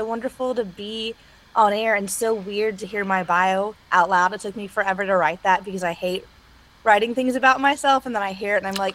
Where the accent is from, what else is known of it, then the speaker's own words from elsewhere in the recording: Bowling Green, Kentucky, United States; moved away as an adult; also born or lived in Los Angeles; I had just moved back from Los Angeles to my hometown of Bowling Green, Kentucky.